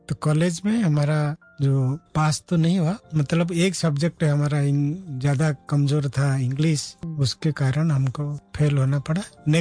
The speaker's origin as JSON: {"language": "Hindi", "area": "Cuttack district", "region": "Odisha", "country": "India", "tie": "born or raised there", "moved": "yes", "lives_now": "Shantivan, Rajasthan, India", "said": "ये हमारा जन्म स्थान जो ब्रह्मपुरा गांव है जी"}